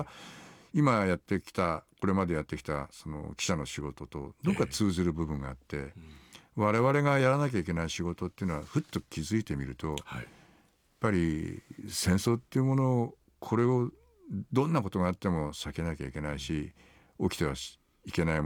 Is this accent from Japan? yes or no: yes; Aizuwakamatsu, Fukushima, Japan; 私が福島県の会津若松で生まれ育ちで、